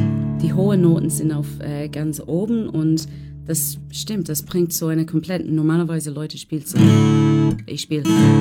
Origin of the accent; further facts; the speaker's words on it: Ireland; German is a second language; moved away; ich komme aus Irland